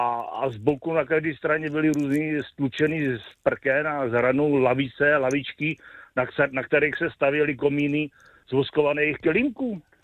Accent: Pardubice Region, Czechia; Já pocházím z Pardubicka, kde jsme vymetali Big Beaty na klasických adresách jako Újezd u Přelouče, Semín, Strášov, Valí.

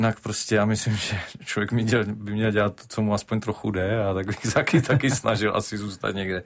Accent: Hulín, Zlín Region, Czechia; also born or lived in Kroměříž; Tak ono taky Zlín, Kroměříž, to jsou jenom místa, kde jsme se narodili, no, my jsme vyrůstali jako v Ulíně.

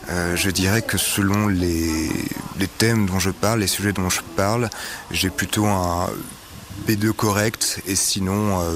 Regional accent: Bordeaux, Nouvelle-Aquitaine, France; je suis historien du droit, je viens de Bordeaux et depuis maintenant plus de 7 ans, j'apprends le tchèque.

